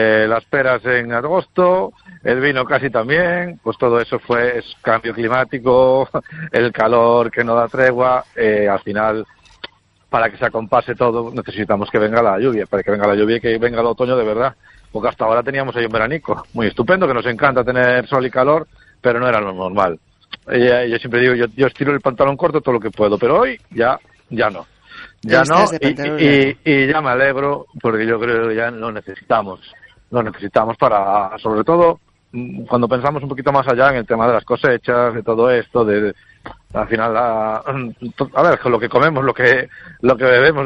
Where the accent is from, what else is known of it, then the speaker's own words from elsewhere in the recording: Galicia, Spain; nos explicó Galicia en 7 objetos, y yo salí de esa conferencia pensando, joder, qué bonita es mi tierra, cuántas cosas tenemos